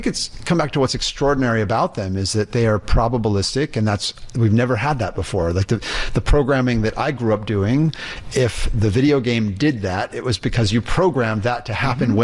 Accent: Indiana, United States; look, I'm a skateboarder from Indiana.

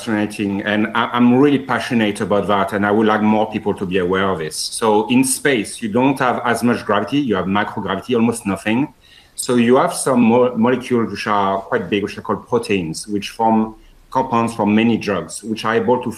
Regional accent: Scotland, United Kingdom; You know, I'm from Scotland, and here we have centuries of experience doing the best alcohol in the world.

